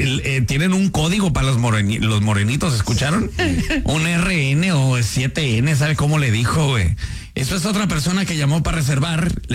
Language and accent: Spanish; Mexico; ¿Será que somos los mexicanos los más racistas y no nos damos cuenta?